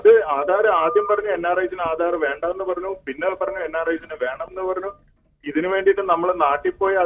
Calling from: Ernakulam, Kerala, India; Nadu Ernakulam.

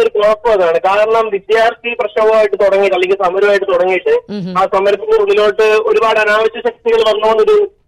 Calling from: Erattupetta, Kerala, India; ഞാൻ നാട്ടിൽ ഈരാറ്റുപേട്ട, കോട്ടയം.

